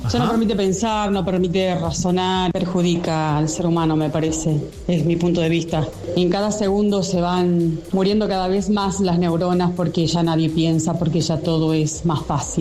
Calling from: Frías, Santiago del Estero, Argentina; soy … de Frías

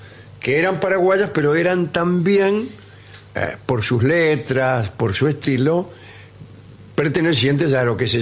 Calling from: Balvanera, Buenos Aires, Argentina; de Balvanera, sí, sí.

